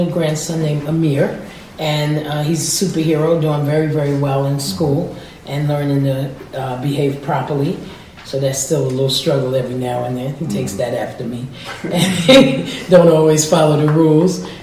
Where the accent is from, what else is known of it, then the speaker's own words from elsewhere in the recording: New York City, New York, United States; also born or lived in Florida; I grew up in the Bronx. 168th Street and Webster Avenue. That's right, the BX.